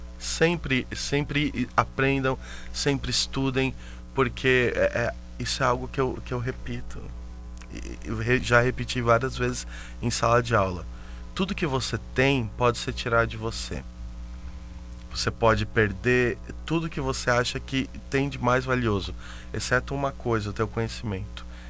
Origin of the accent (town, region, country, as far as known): Florianópolis, Santa Catarina, Brazil; born there; also born or lived in Pato Branco / Alagoas / Paraíba